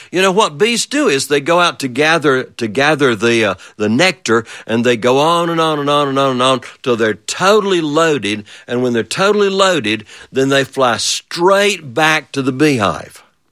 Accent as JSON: {"language": "English", "region": "North Carolina", "country": "United States", "tie": "born or raised there", "said": "When I was a little boy, I grew up in the Smoky Mountains in North Carolina."}